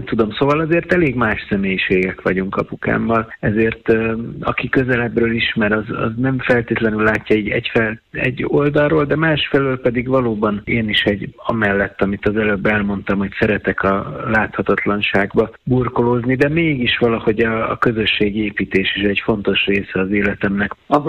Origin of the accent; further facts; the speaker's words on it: Budapest, Hungary; born there; Valahogy ott nőttem föl félig meddig édesanyám révén